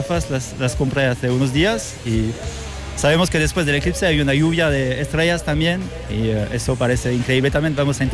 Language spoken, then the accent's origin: Spanish; France; Spanish is a second language; No, soy francés y estoy aquí de vacaciones